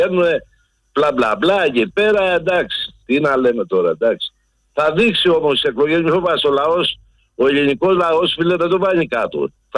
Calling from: Western Greece, Greece; Δεν είμαι μέσα από τα Καλάβρητα, είμαι πιο έξω, κάποια 30 χιλιόμετρα. Προς το Λάδωνα

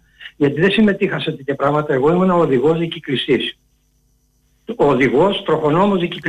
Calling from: Piraeus, Attica, Greece; Καλησπέρα … από Πειραιά.

